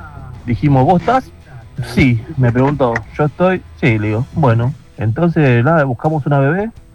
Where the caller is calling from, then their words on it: Lanús, Buenos Aires Province, Argentina; de Lanús.